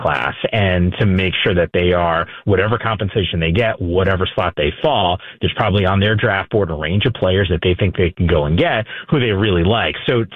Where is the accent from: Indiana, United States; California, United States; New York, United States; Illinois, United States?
New York, United States; I grew up in that area. I was born in the Rocks.